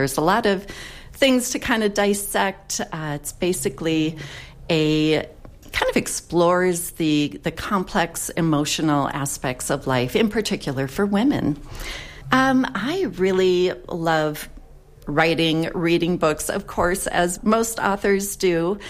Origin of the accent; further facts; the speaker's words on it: Northfield, Minnesota, United States; I'm from Northfield, Minnesota.